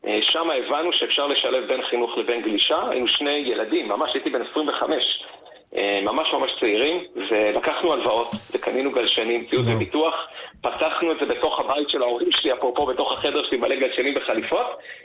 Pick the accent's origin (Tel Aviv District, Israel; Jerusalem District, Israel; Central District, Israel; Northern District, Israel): Central District, Israel; Kokhav Yair; אני גדלתי בכוכב יאיר.